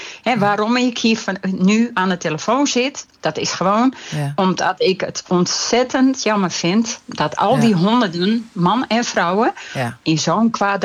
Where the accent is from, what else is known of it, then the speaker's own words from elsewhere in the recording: Friesland, Netherlands; ik ben zelf een Fries